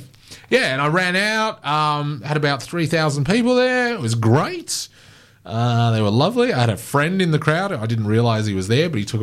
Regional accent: Yarra Valley, Victoria, Australia; moved away as an adult; also born or lived in Brisbane; now in Ballarat, Australia; I grew up in the Yarra Valley. And then I moved to Brisbane for a job, and then I met my wife there, and we got married, and we have a kid, and I'm not from Brisbane, and my wife's not from Brisbane.

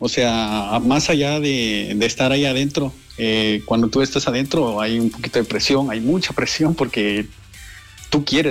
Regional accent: Antigua Guatemala, Sacatepéquez, Guatemala; no soy de la capital, o sea, yo soy de Antigua, o sea, de Antigua Guatemala.

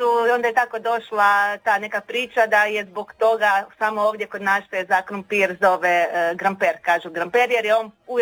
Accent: Kaštelir, Istria County, Croatia; Znači, samo kod nas u Kašteliru se za krumpir kaže gramper, tako da smo mi po tome poznati.

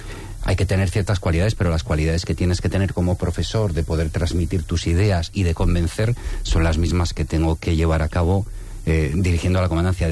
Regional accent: Gijón, Asturias, Spain; also born or lived in Brussels; Yo me defino como asturiano de Gijón, ¿vale? Si tengo que recurrir a mi procedencia, pero yo realmente nací en Bruselas.

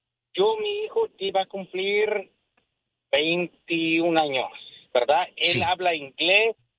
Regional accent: Mexico; nosotros somos mexicanos, puro español.

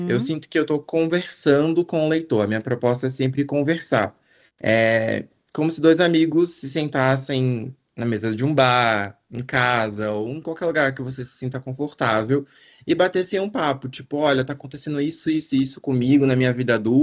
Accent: Bahia, Brazil; now in São Paulo, Brazil; quem muda de estado, como foi o meu caso, que eu sou baiano e hoje há 10 anos moro em São Paulo.

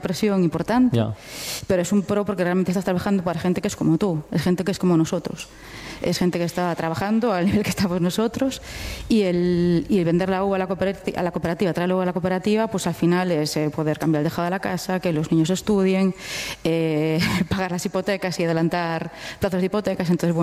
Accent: Vilagarcía de Arousa, Galicia, Spain; Tenemos el referente de donde yo soy, de Villa García de Arousa, y empecé por el tema de quesos, yogures y todo esto

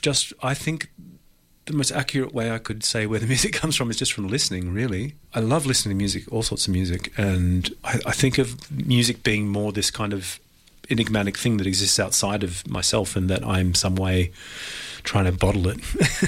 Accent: Greenwich, London, United Kingdom; born or raised there

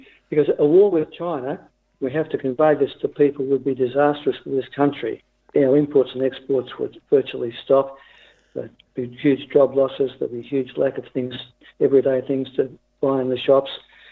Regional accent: Australia; But, I'm an Australian. This is my country.

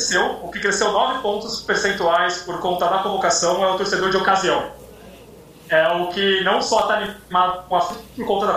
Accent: Brazil; eu, como brasileiro fã de futebol

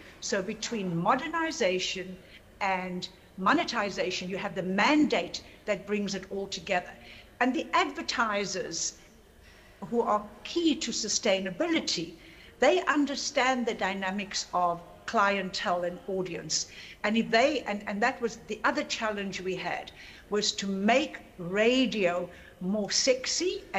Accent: Eastern Cape, South Africa; I'm not from Gauteng. I'm from the Eastern Cape.

